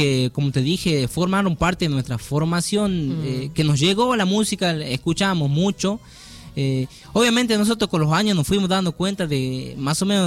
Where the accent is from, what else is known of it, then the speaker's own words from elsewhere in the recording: San Miguel de Tucumán, Tucumán, Argentina; Nosotros por ahí contamos que venimos de la ciudad de San Miguel, estudiamos ahí para profesores de música y bajamos por la Crisótomo hasta la terminal